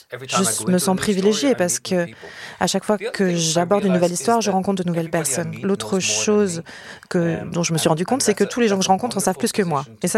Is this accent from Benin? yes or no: no; Ireland; French is a second language; Je viens d'Irlande. On a vécu le colonialisme d'une façon très profonde.